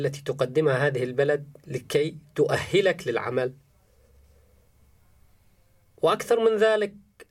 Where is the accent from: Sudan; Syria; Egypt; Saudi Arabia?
Syria; moved away as an adult; خوفي عليهم في سوريا وخاصة مدينتي